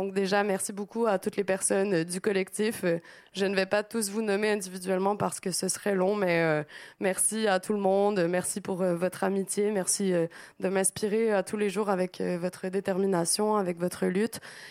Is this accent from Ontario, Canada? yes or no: no; Quebec, Canada; now in Paris, France; que je suivais à distance du Québec parce que je suis originaire du Québec. Donc, quand je suis arrivée à Paris